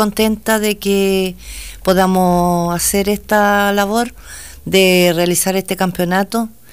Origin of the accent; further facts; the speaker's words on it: Lota, Biobío, Chile; Sí, yo soy lotina.